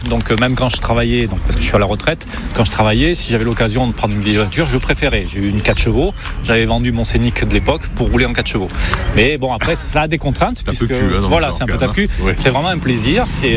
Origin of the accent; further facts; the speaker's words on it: Malaucène, Provence-Alpes-Côte d'Azur, France; je suis de Malocène